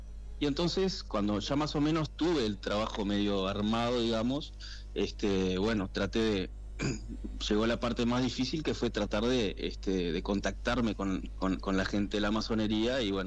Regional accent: Rivera, Uruguay; yo soy del interior, soy de Rivera, y entonces esta temática de lo rural también de cierta manera me interpela

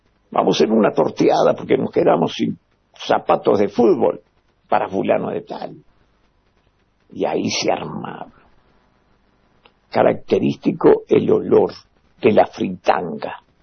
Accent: Argentina; yo soy argentino.

